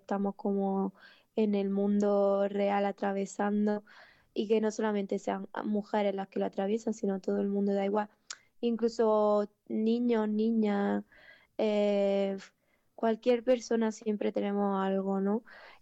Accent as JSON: {"language": "Spanish", "area": "Granada", "region": "Andalusia", "country": "Spain", "said": "soy de ahí de Granada, capital de, bueno, de un pueblito de por ahí."}